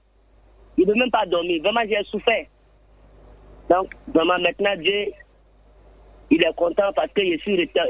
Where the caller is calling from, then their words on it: Abidjan, Côte d’Ivoire; Je vous appelle de Angré Nouveau-Chu, de l'Obité.